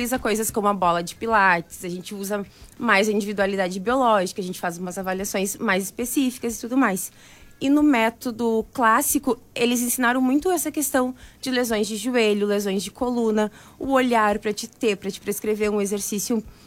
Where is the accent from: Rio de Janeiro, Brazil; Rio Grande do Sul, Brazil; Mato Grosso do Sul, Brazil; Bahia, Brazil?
Rio Grande do Sul, Brazil; Porto Alegre; que eu sou de Porto Alegre.